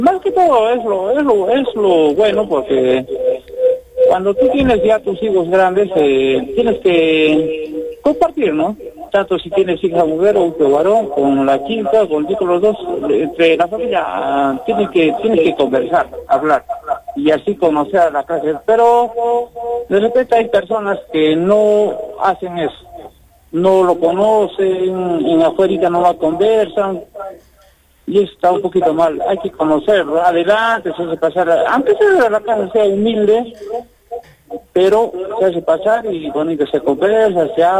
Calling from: Arequipa, Peru

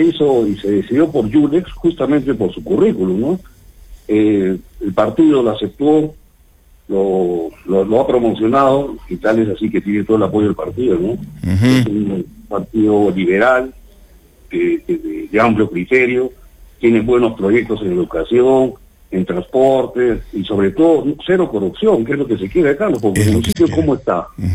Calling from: Cerro Colorado, Arequipa, Peru; Yo soy de Villa Florida.

